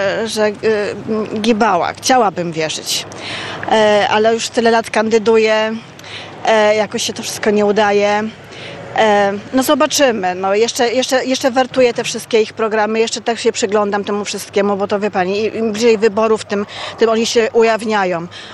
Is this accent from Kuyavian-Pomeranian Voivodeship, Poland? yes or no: no; Kraków, Lesser Poland, Poland; Ja jestem z Huty, więc trochę taki mam sentyment.